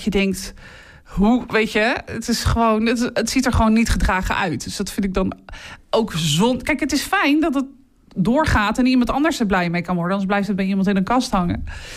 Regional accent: Gouda, South Holland, Netherlands; moved away as an adult; now in Katwijk, Netherlands; ik kom uit Gouda.

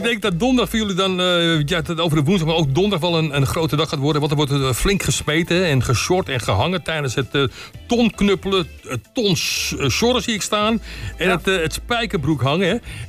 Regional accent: Voorhout, South Holland, Netherlands; Ja, want ik kom zelf uit Voorhout.

